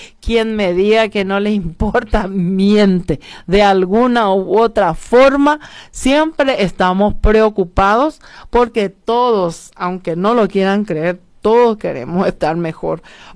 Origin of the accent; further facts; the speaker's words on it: Paraguay; Acá somos paraguayos, soy liberal, soy febrerista y soy colorado. Soy de la tribu guaraní que han marginado y con orgullo embajador de mi país.